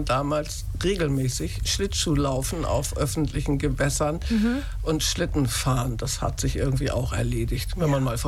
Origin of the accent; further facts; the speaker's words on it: Hamburg, Germany; moved away as an adult; also born or lived in Tübingen; now in Husum, Germany; Ich komme aus Hamburg ursprünglich, bin dort aufgewachsen, ganz liebevoll betreut. Dazu kommen wir nachher noch. Habe dort Krankenschwester gelernt und bin dann irgendwann nach Tübingen gezogen, nach Baden-Württemberg